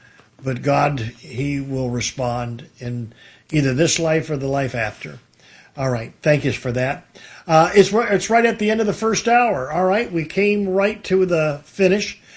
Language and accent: English; Detroit, Michigan, United States; also born or lived in Mount Clemens / Novi; now in Houston, United States; And I was born in Mount Clemens, and I was raised in downtown Detroit. I went to Cass Tech High School, and then when I left the city, I was living in Novi.